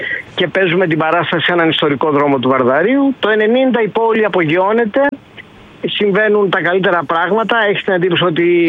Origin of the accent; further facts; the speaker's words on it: Thessaloniki, Central Macedonia, Greece; εγώ γεννήθηκα και μεγάλωσα στην Τούμπα.